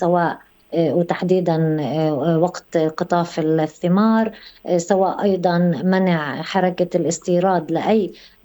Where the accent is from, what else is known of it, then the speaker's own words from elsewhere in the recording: Palestine; كفلسطينيين